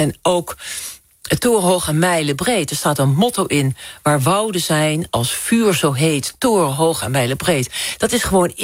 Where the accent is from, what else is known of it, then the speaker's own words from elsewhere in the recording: Drenthe, Netherlands; ik kom uit Drenthe